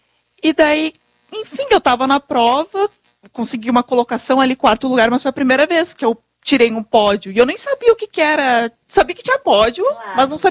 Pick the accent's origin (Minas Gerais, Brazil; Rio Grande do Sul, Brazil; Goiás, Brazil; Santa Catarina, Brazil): Rio Grande do Sul, Brazil; Porto Alegre; born or raised there